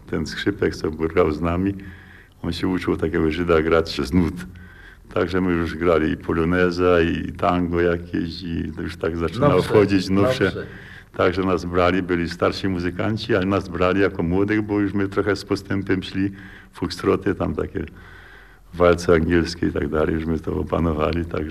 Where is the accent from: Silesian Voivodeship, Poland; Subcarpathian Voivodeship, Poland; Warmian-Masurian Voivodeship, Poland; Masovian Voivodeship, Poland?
Subcarpathian Voivodeship, Poland; Albigowa; u nas w Albigowej